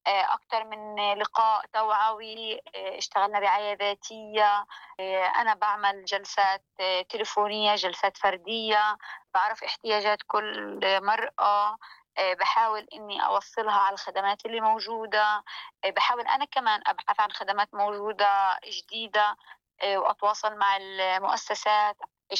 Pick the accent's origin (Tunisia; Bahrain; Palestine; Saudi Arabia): Palestine; Gaza Strip; moved away; لأنه إحنا عندنا في فلسطين كتير الضيافة مهمة، الابتسامة مهمة، إنك أنت تكوني عندك قبول للآخر مهم، فهذا كلهيته جبته معايا ونقلته هنا.